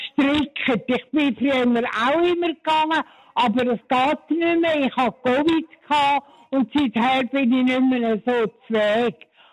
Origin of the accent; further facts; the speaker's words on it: Switzerland; Ich bin in Wänken aufgewachsen. Mich kennt alles zusammen in Wänken.